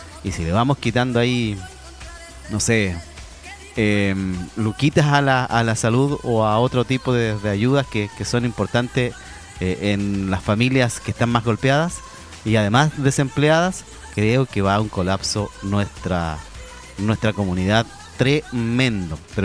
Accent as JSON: {"language": "Spanish", "town": "Melipilla", "region": "Santiago Metropolitan Region", "country": "Chile", "tie": "born there", "also_born_or_lived": "El Monte / San Antonio", "said": "en mi comuna donde nací, Melipilla, acá en San Antonio, donde mi padre también tiene sus padrinos, en la comuna del Monte donde vivía antiguamente, toda la zona del Maipo"}